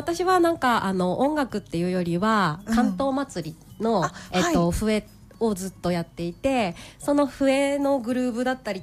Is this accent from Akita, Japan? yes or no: yes; Akita, Japan; born there; 私は秋田で生まれました、うんうん、秋田市で、